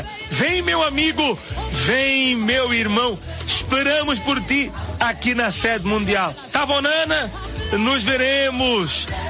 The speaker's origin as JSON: {"language": "Portuguese", "country": "Mozambique", "said": "Tivemos um domingo com a … que veio de Moçambique, minha terra, e estará conosco."}